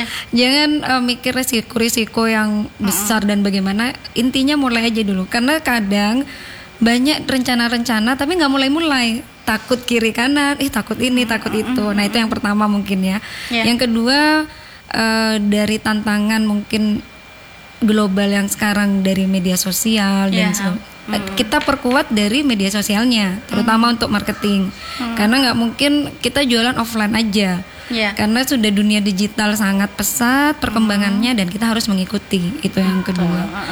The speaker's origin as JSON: {"language": "Indonesian", "region": "Java", "country": "Indonesia", "tie": "born or raised there", "moved": "yes", "lives_now": "Makassar, Indonesia", "said": "Karena saya kan aslinya dari Jawa."}